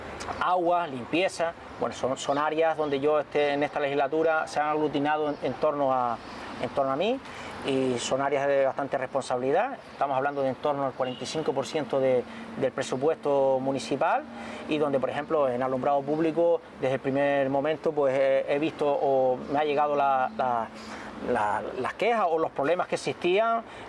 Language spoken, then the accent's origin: Spanish; Tuineje, Canary Islands, Spain; es la plaza de mi pueblo, esta, donde uno ha jugado desde niño, donde te vio nacer, crecer. Y bueno, aparte de ser el casco histórico del municipio de Twineje